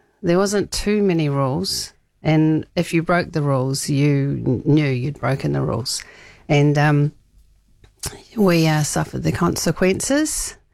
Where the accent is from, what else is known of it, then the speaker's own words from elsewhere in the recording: Hastings, Hawke's Bay, New Zealand; I was born in Hastings in the 1900s, which seems like such a long time ago. It was such a long time ago. And, yeah, grew up in Hastings.